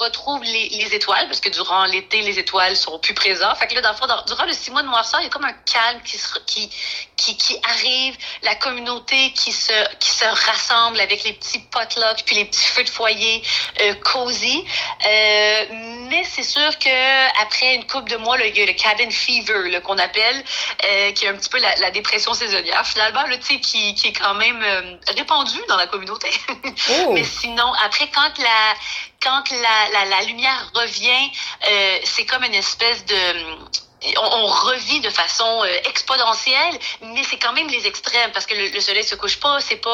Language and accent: French; Quebec, Canada; moved away as an adult; now in Whitehorse, Canada; moi, j'ai passé la première moitié de ma vie, disons, au Québec, donc je suis originaire du Québec, mais j'ai passé la seconde moitié de ma vie dans le Grand Nord canadien, au Yukon, à Whitehorse.